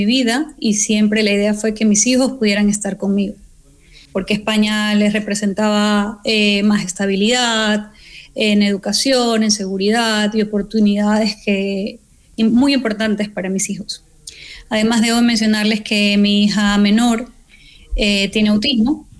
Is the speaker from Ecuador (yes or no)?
yes; Ecuador; moved away as an adult; now in Spain; Yo soy una madre ecuatoriana